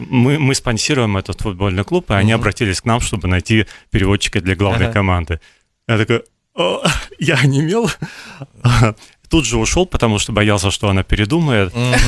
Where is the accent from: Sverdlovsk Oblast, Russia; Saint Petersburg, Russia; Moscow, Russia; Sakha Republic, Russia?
Sverdlovsk Oblast, Russia; Yekaterinburg; also born or lived in England / United States / Ireland; Я родился и вырос в Екатеринбурге.